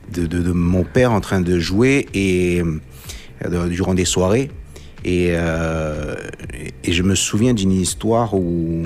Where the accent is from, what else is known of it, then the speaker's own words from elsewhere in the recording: Montpellier, Occitanie, France; born there; Je suis né à Montpellier et il y a quelques années maintenant, en 73, donc ça me fait 50 et quelques années là.